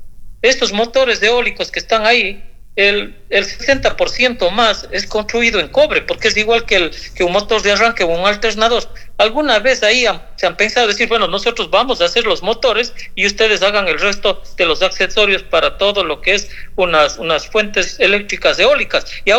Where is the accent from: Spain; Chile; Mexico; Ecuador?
Ecuador; now in United States